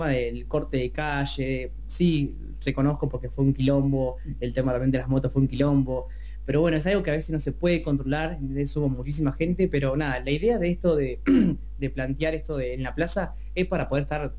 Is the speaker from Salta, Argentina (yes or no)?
no; General Villegas, Buenos Aires Province, Argentina; soy acá de Villegas